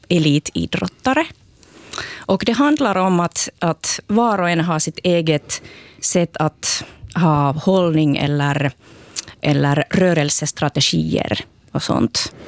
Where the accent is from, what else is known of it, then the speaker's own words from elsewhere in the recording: Lahti, Päijät-Häme, Finland; Och jag kommer från Lahtis och i Lahtis barockmusiken har varit lite marginaliserad.